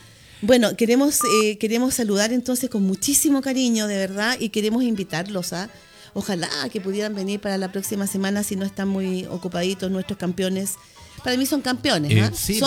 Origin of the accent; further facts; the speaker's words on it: Chile; si somos chilenos todo el año.